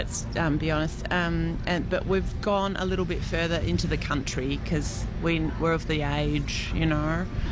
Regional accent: Perth, Western Australia, Australia; also born or lived in Brisbane; now in Mooloola Valley, Australia; we're from Perth originally, so we tried Brisbane for a little minute

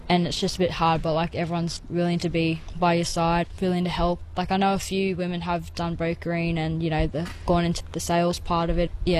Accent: Dubbo, New South Wales, Australia; also born or lived in Ballarat / Bourke; I was born and raised in Ballarat, Victoria, and then at a very young age we moved to Bourke for a few years. Been in Dubbo ever since.

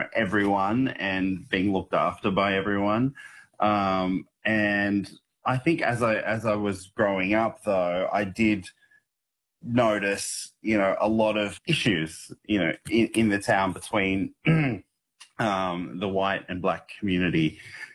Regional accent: Bourke, New South Wales, Australia; Growing up in Bourke, I loved my community, my family.

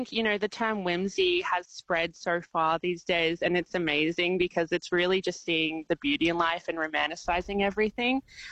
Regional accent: Brisbane, Queensland, Australia; I'm from Brisbane originally

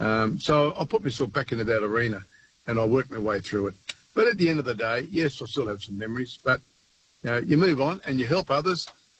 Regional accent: Australia; we all wore our slouch hats. So we would be recognised as Australian soldiers, former Australian soldiers, sorry.

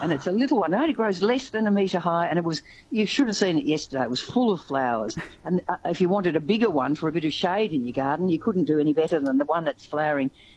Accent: Melbourne, Victoria, Australia; I'm from Melbourne

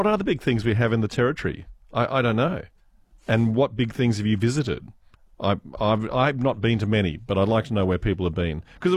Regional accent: Western Australia, Australia; I'm from Western Australia where everything's big, so we don't need to worry about having our own big things.

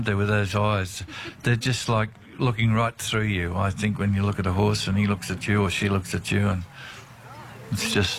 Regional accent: Australia; That's what a lady said to me in Queensland. I thought I'm an Aussie.

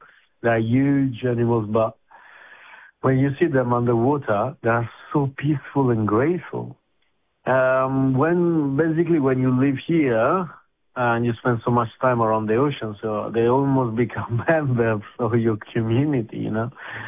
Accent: Milan, Lombardy, Italy; now in Coral Bay, Australia; So, yeah, I grew up in Milan, so you can imagine him in a city where I was surrounded by buildings.

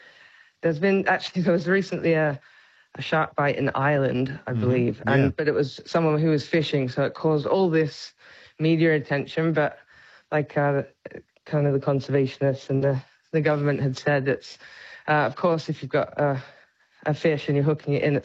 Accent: Perth, Western Australia, Australia; So I grew up in Perth, but used to spend a lot of time down in Margaret River

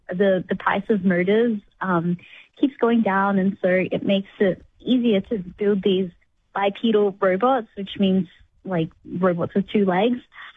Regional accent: Cairns, Queensland, Australia; I took it for granted when I was growing up in Cairns, far north Queensland

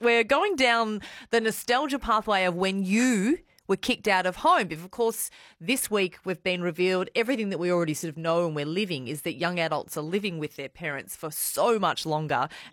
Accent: Warrnambool, Victoria, Australia; There was I was from Warrnambool. There was Geelong, Wangaratta, Shepparton, Dunkeld.

